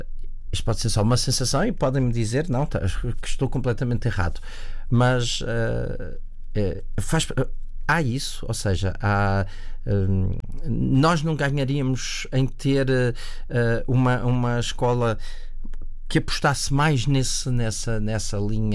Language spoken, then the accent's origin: Portuguese; Portugal